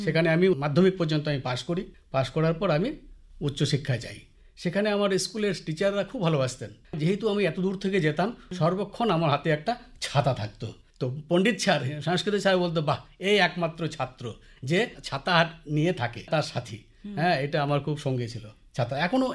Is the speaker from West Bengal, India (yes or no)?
yes; Alipurduar, West Bengal, India; আমি প্রত্যন্ত গ্রাম থেকে পড়াশোনা করে এসেছি, আমি সেখানে থেকেছি। জন্ম হয়েছে আলিপুরদুয়ারে, কিন্তু বড় হয়েছি নারাথলিতে, কামাখ্যাপুরিতে।